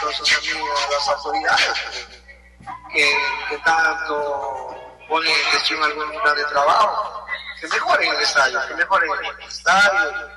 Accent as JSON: {"language": "Spanish", "region": "La Rioja", "country": "Argentina", "said": "No es que seamos mezquinos como riojanos en general, ese campo de la provincia."}